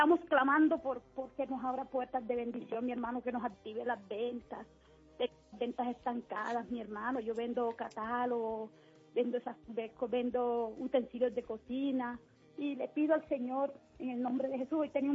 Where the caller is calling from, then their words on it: Sincelejo, Sucre, Colombia; Lo llamo desde Sincelejo.